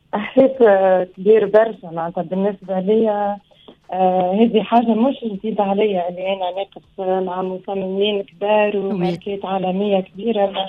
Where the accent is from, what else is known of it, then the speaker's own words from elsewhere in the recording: Tunisia; عايزك خاطر انا ديما نقول انا تونسية، وديما نحب معناتها نخلي الايدنتيتي نتاعي حاجة فارتي مني